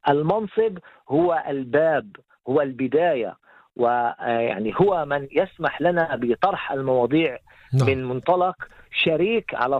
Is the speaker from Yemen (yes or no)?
no; Jaffa, Tel Aviv District, Israel; بكل ما كان من جاليات ومن أقليات موجود عندنا في يافا.